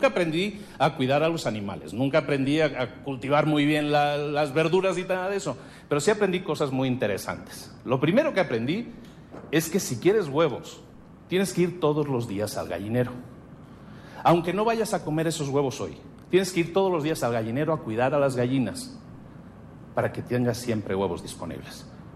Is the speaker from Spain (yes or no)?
yes; Barcelona, Catalonia, Spain; En Galicia, yo con 7 años, soy de Barcelona, pero los veranos los pasaba en Galicia. Y los pasaba con mi abuela.